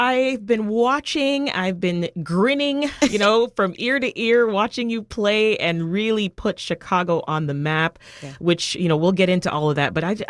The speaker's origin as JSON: {"language": "English", "country": "Canada", "said": "I'm Canadian"}